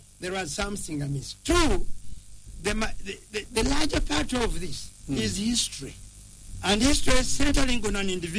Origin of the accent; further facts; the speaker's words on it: Ntungamo district, Western Region, Uganda; born there; I was born in Intungamu district. That's where I was born.